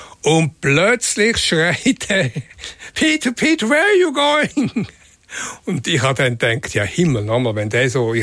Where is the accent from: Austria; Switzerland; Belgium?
Switzerland; Aber natürlich an sich als Schweizer ist es nicht gerade naheliegend